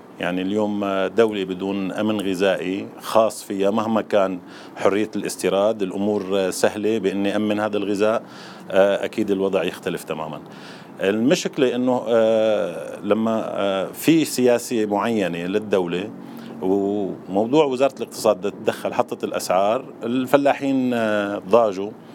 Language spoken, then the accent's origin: Arabic; Syria; خصوصا بالتنوع المناخي اللي عندنا بسوريا من شرق لشمال سوريا للجنوب.